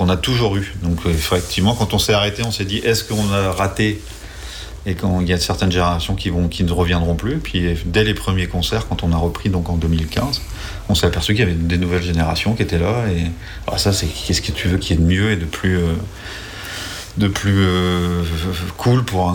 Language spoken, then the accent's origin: French; Brittany, France; on se moque souvent en tant que breton du nom des festivals